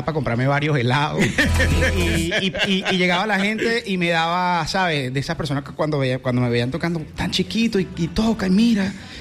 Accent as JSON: {"language": "Spanish", "town": "Barquisimeto", "region": "Lara", "country": "Venezuela", "said": "Soy de Barquisimeto, catalogada la capital musical de Venezuela."}